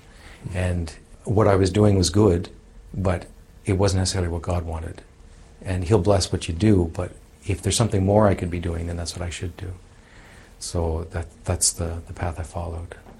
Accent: Halifax, Nova Scotia, Canada; And coming from Halifax

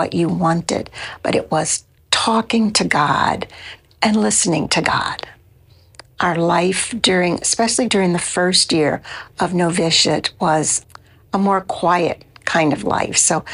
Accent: Harvey, Louisiana, United States; When I grew up in Harvey, right across the river, I did not go to Catholic school.

